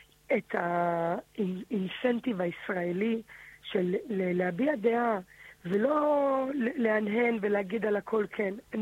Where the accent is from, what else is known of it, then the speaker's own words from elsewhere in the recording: Beersheba, Southern District, Israel; אני גדלתי בבאר שבע. באר שבע זה זורם לי בברידים, בסדר?